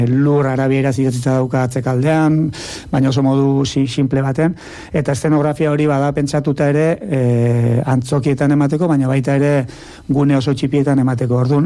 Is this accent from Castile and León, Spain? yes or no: no; Tolosa, Basque Country, Spain; ni Tolosarra naiz, Tolosan baditugu bi